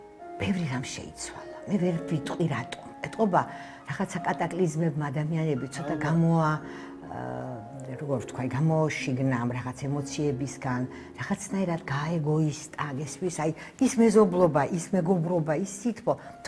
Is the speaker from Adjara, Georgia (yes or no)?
no; Tbilisi, Georgia; მე ვარ მესამე თაობის თბილისელი, ჩემ ბებია-ბაბუა უკვე თბილისელები იყვნენ.